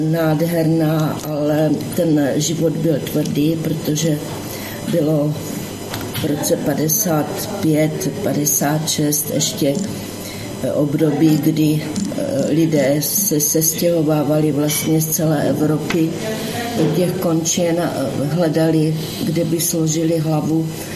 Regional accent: Hranice, Olomouc Region, Czechia; born there; jsem se narodila v Hranicích

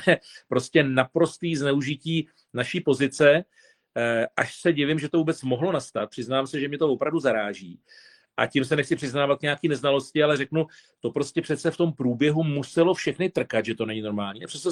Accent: Chrudim, Pardubice Region, Czechia; Já jsem původem z Chrudimě

